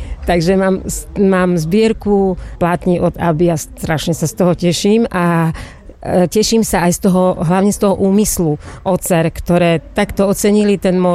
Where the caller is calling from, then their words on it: Detva, Banská Bystrica Region, Slovakia; som z Detvy